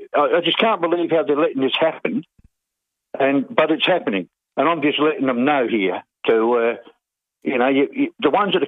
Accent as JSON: {"language": "English", "country": "Burundi", "lives_now": "South Africa", "said": "I come from Burundi, and I thought my family would be here."}